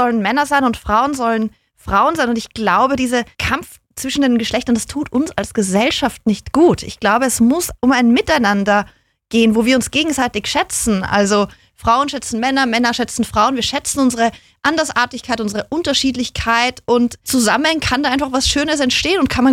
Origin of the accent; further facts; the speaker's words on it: Austria; sagen wir in Österreich, ich bin Österreicherin.